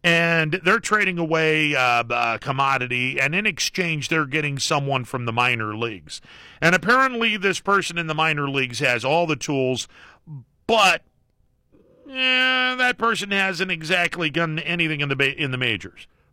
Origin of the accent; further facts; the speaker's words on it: Mahoning Valley, Ohio, United States; I grew up in the Mahoning Valley